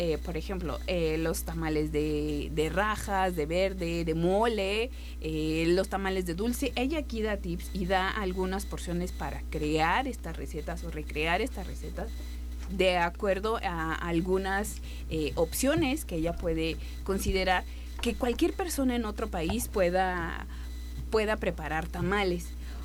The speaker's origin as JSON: {"language": "Spanish", "country": "Mexico", "said": "Nosotros, como mexicanos"}